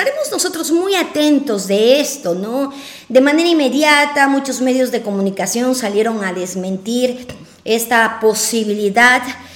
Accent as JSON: {"language": "Spanish", "country": "Ecuador"}